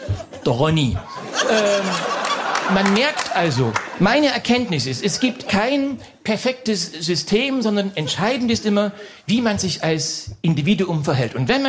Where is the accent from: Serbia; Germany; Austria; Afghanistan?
Germany; East Germany; Ich bin auch im Sozialismus groß geworden mit meiner Mutti.